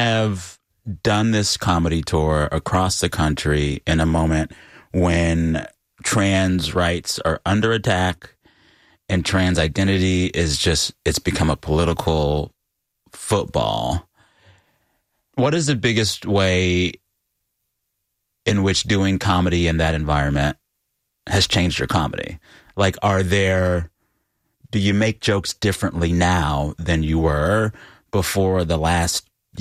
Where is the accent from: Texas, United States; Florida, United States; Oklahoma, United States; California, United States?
Texas, United States; When I was a kid, so I grew up in Texas. But my mom's side of the family's from Birmingham.